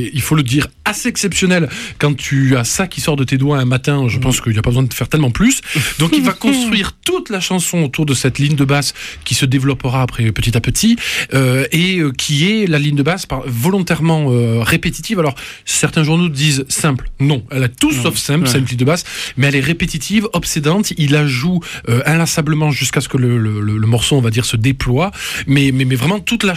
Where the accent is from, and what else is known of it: Toulouse, Occitanie, France; accent: Toulouse